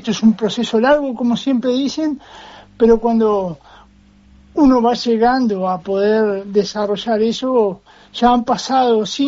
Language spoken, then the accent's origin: Spanish; Castillos, Rocha, Uruguay; yo me crié entre las carreras de caballo, pero en el interior, yo soy nacido y criado en Castillos